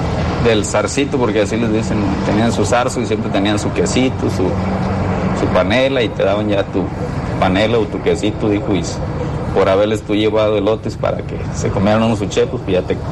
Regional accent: Churumuco, Michoacán, Mexico; moved away; Que yo soy originario de Churumuco, Michoacán.

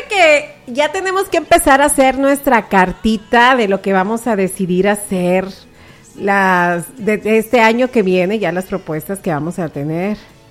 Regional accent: Mexico; así somos los mexicanos

